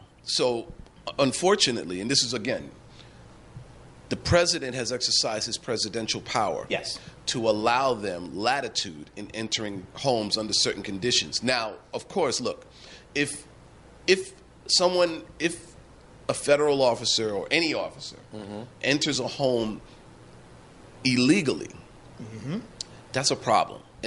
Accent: New York City, New York, United States; I'm a New Yorker.

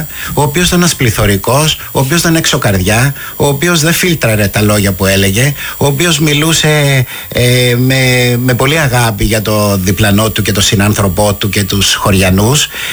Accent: Menetes, South Aegean, Greece; Εγώ είμαι από το χωριό Μενετές.

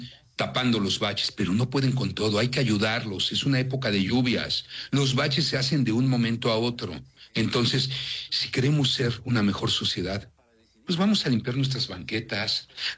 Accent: Mexico; Es lo que nos duele como mexicanos.

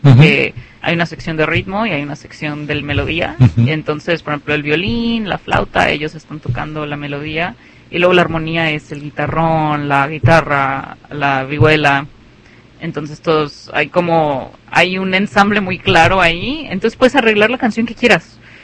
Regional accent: Guadalajara, Jalisco, Mexico; now in Fresno, United States; somos de Guadalajara

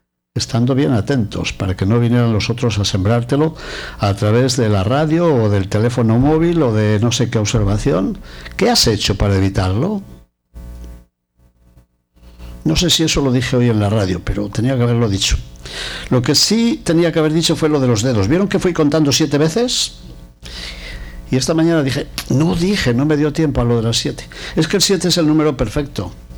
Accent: Castile and León, Spain; moved away; En mi tierra de León decían el furmiento, un dialecto casi asturiano y gallego.

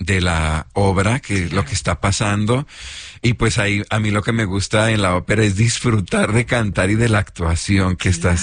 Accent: Torreón, Coahuila, Mexico; Ayer estaba contando los años que tengo aquí en la ciudad. Yo soy de Torreón, Coahuila.

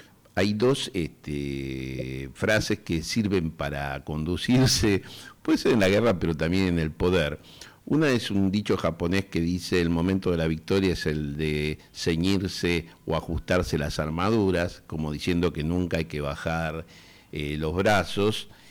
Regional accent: Argentina

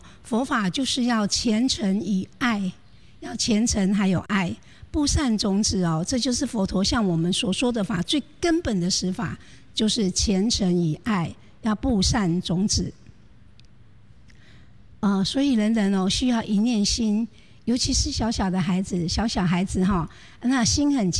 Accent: Taiwan; 所以上人很期待我们台湾永远都是一个充分的福田。

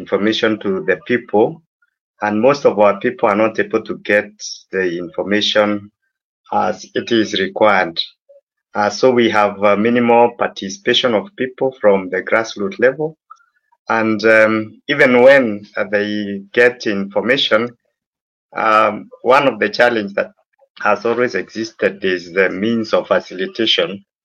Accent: Embu County, Kenya; I'm from Embu County, the coordinator, Embu County Civic Education.

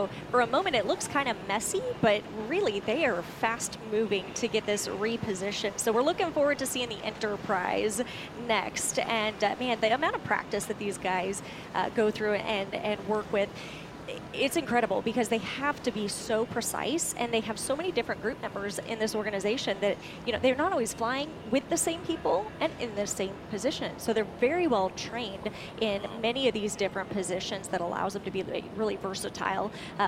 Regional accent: Kansas City, Missouri, United States; I'm from Kansas City

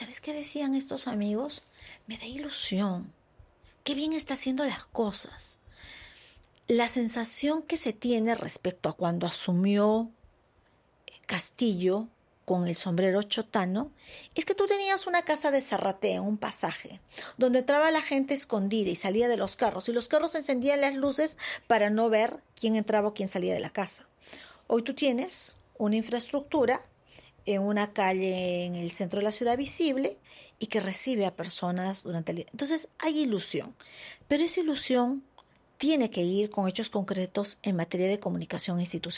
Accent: Puno, Peru; moved away as an adult; also born or lived in Arequipa; Yo soy de Puno. Viví en Arequipa 10 años. Pero salí.

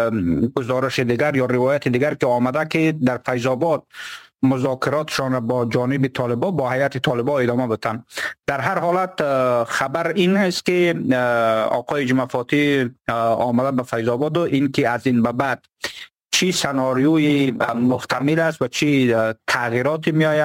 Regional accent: Badakhshan, Afghanistan; اما ما که از بدخشان هستم و به اصطلاح با مردم در تماس هستم

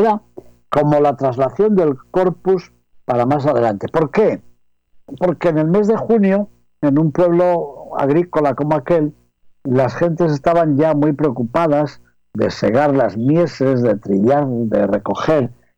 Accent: Palazuelo de Órbigo, Castile and León, Spain; Yo recuerdo cuando era niño, allá en el pueblo donde me crié, en Palazuelo de Órbigo, diócesis de Astorga y provincia de León, en España

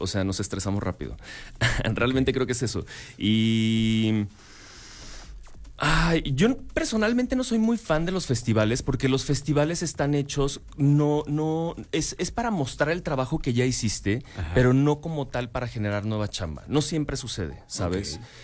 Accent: Mexico; así como mexicanos, siempre estamos dispuestos al desmadre

